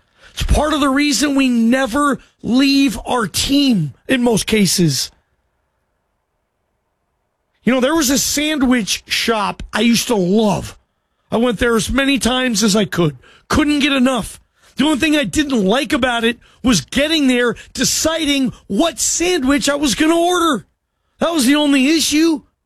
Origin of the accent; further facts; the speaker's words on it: Seattle, Washington, United States; also born or lived in Idaho; And grew up a huge Seattle Seahawks fan. I'm from Seattle.